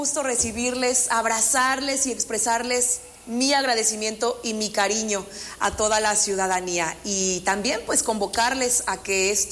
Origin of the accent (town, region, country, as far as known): Mexico